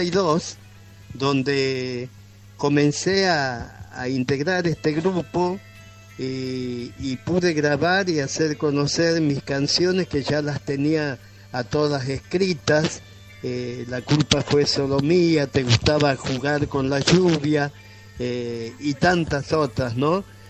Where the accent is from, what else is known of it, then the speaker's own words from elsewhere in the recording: Quimilí, Santiago del Estero, Argentina; now in Añatuya, Argentina; Yo soy oriundo de Quimilí, de aquí a 100 kilómetros de nuestra ciudad, de Añatuya. Y en el 74 llegué aquí y bueno, me quedé del todo a vivir, que me casé